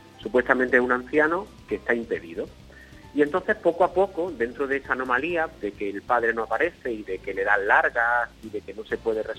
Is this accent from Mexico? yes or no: no; Motril, Andalusia, Spain; siempre me gusta mucho estar en Motril, porque es mi ciudad y mi tierra.